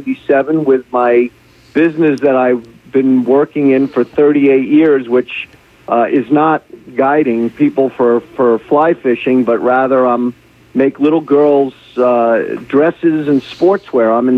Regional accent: New York, United States; also born or lived in Connecticut; because I growing up in New York and living in Connecticut, I was a big saltwater angler, and I didn't fly fish while I lived in New York. I started fly fishing when I moved to Connecticut.

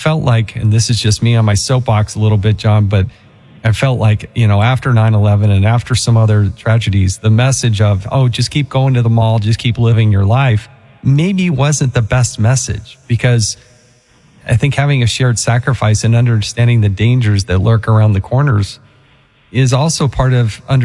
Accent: Utah, United States

